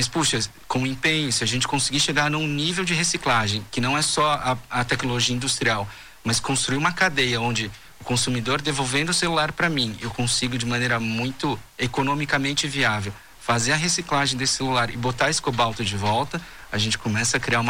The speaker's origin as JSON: {"language": "Portuguese", "country": "Brazil", "said": "demande de nós como brasileiros, de que a gente tenha a consciência e a responsabilidade de realmente conseguir a melhor negociação global para que o país possa ser competitivo na cadeia global"}